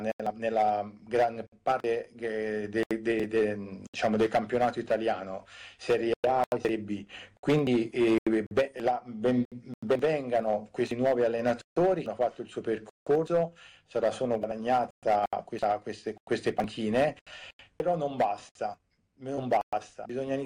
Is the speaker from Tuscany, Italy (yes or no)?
yes; Tuscany, Italy